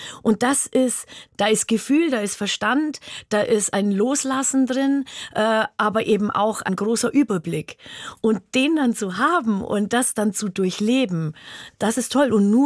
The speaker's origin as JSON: {"language": "German", "town": "Günzburg", "region": "Bavaria", "country": "Germany", "tie": "born or raised there", "said": "Ich bin in Günzburg an der Donau aufgewachsen. Das ist ein kleines, eine große Kreisstadt des Landkreises Günzburg mit ungefähr 20.000 Einwohnern."}